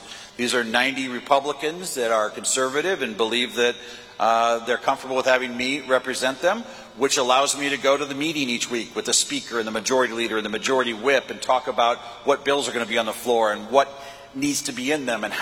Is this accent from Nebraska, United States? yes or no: yes; Norfolk, Nebraska, United States; I grew up in Norfolk, Nebraska. I was a Cub Scout.